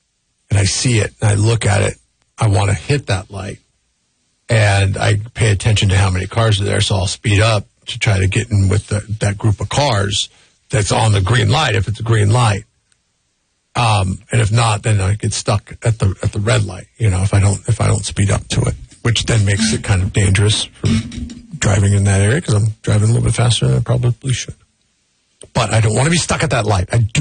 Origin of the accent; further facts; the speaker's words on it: California, United States; now in Vermont, United States; I'm from California, you know?